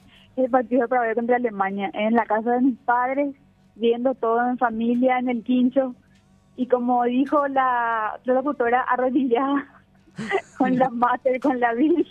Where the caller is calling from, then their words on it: Luque, Central, Paraguay; De Luque.